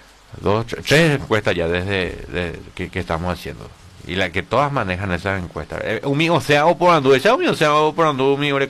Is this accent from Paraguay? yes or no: yes; Carapeguá, Paraguarí, Paraguay; Yo soy de Carapeguá.